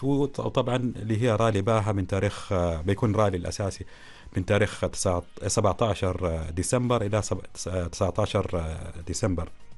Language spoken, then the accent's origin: Arabic; Oman